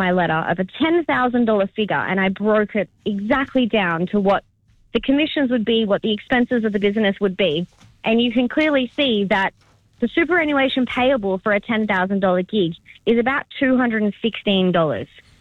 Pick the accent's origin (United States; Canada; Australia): Australia; I know as an Australian girl who was raised here and who grew up on Aussie music